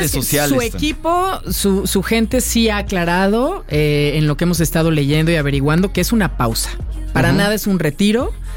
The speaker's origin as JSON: {"language": "Spanish", "country": "Mexico", "said": "en México brillamos mucho en deportes independientes"}